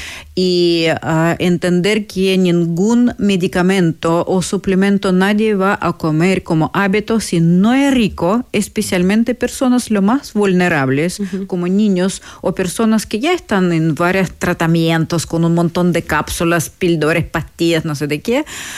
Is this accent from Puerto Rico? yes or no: no; Russia; Spanish is a second language; moved away; en mi país, en Rusia